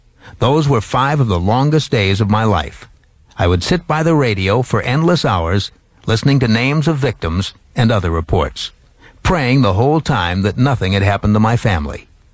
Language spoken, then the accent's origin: English; Comfort, Texas, United States; Hill Country was hit with over 40 inches of rain in one night. It flooded three-fourths of Comfort, my hometown.